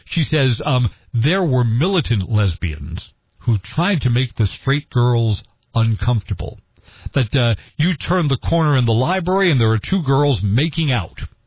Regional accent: Northeast, United States; Now, I'm someone from the Northeast. I don't know anything about Haverford College.

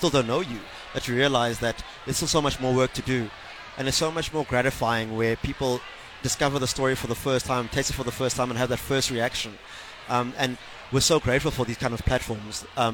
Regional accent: South Africa; my brothers and I were actually the first black South Africans to ride motocross in this country. There's been a few more since then. It came from, I'm from a small farm town called Valcom.

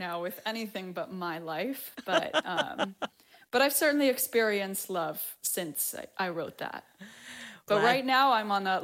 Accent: Iceland; English is a second language; Well, growing up in Iceland, which in hindsight feels like a fairy tale, but I think growing up there, I was like, oh, it's so cold and it's so dark.

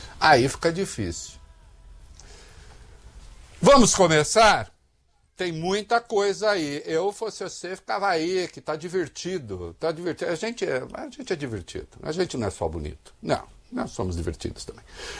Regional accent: Dois Córregos, São Paulo, Brazil; moved away; Dois Córregos é a minha terra natal, uma terra de bravos, uma terra de valentes, né? É, gloriosa cidade de 25, 26 mil habitantes.

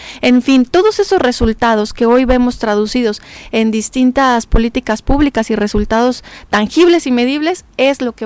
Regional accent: Mexico; tengo una gran pasión de defender lo que nos mueve para bien como mexicanos.

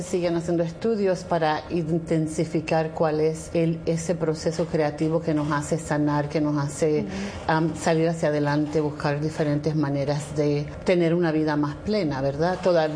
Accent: Puerto Rico; Yo como puertorriqueña te digo que creo que el puertorriqueño es bien creativo

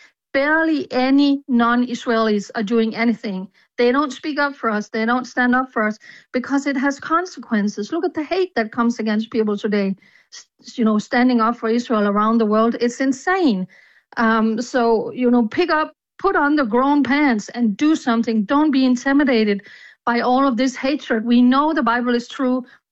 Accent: Denmark; I said, I'm from Denmark.

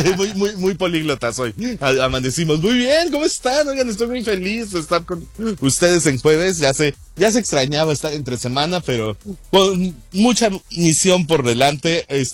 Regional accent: Mexico; Somos los únicos mexicanos que vamos a tener acceso, wow, a esa alfombra.

